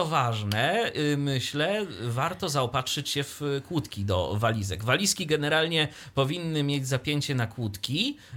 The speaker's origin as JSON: {"language": "Polish", "town": "Iława", "region": "Warmian-Masurian Voivodeship", "country": "Poland", "said": "A przypomnijmy, my jesteśmy z Iławy, my mieszkamy w Iławie"}